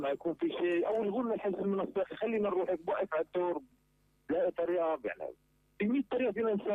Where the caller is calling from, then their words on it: Aleppo, Aleppo Governorate, Syria; من مدينه حلب.